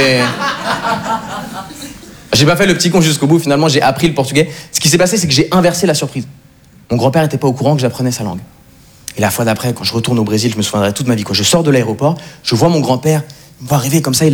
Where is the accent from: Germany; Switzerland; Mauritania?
Switzerland; Parce que moi, en fait, je viens de Suisse, donc j'ai traversé le sang pour les études. Je suis aussi brésilien